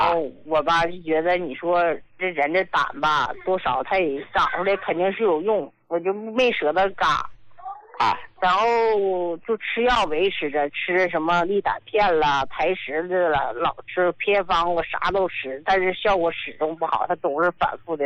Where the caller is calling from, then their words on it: Heilongjiang, China; 我是黑龙江的。